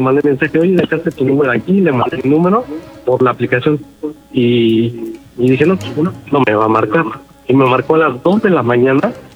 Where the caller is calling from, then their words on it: Mexico City, Mexico; de la CDMX.